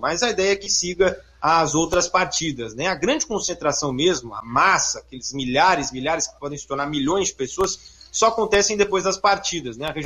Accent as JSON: {"language": "Portuguese", "country": "Brazil", "said": "O argentino também é um povo supersticioso, assim como nós brasileiros."}